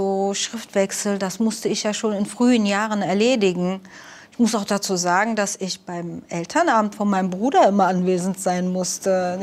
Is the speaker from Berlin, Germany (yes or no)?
yes; Berlin, Germany; bin 69er Jahrgang. Ich bin hier in Berlin geboren und aufgewachsen und arbeite im Café Minua Berlin. Aufgewachsen bin ich in Berlin-Tiergarten.